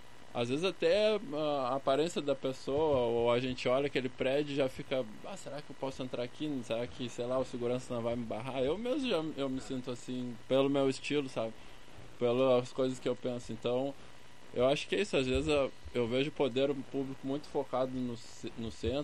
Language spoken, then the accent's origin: Portuguese; Pelotas, Rio Grande do Sul, Brazil; born there; Sei porque eu sou lá, eu nasci lá e eu conheço a gurizada.